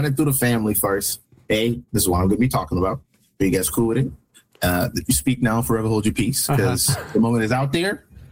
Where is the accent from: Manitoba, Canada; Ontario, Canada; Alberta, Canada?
Alberta, Canada; In terms of, I guess, growing up in Alberta, it really taught me, I guess, resilience. Because, you know, growing up in the cold weather, we don't really get snow days as often because of how cold it is.